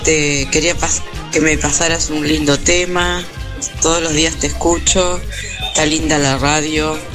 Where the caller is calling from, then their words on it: Miramar, Buenos Aires Province, Argentina; de Miramar.